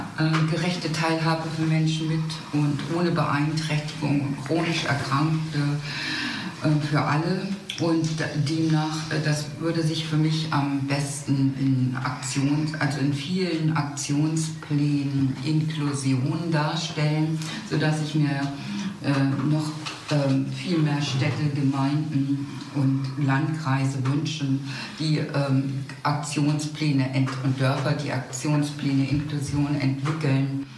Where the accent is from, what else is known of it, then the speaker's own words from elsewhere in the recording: Groß Sarau, Schleswig-Holstein, Germany; ich komme ja aus Groß-Saarau